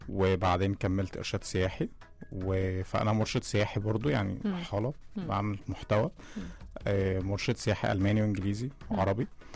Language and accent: Arabic; Egypt; الاماكن الاثرية والقديمة اللي عندنا في مصر